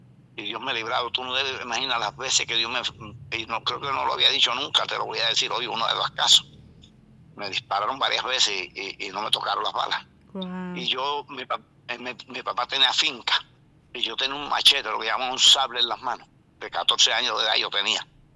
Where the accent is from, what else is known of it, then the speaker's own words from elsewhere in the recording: Puerto Rico; yo soy banilejo, no tengo papeles, soy puertorriqueño, pero me identifico con todos ustedes ahí.